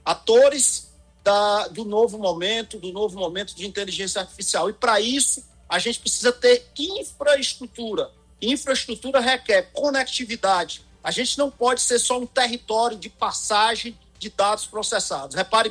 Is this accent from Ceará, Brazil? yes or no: yes; Ceará, Brazil